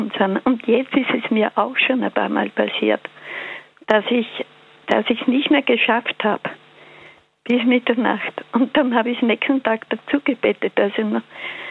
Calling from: Upper Austria, Austria; Ich bin aus Oberösterreich.

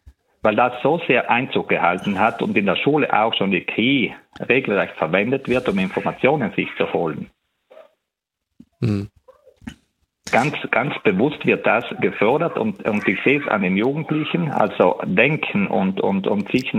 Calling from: Trentino-Alto Adige, Italy; Ich bin ein Südtiroler, also nicht so weit weg.

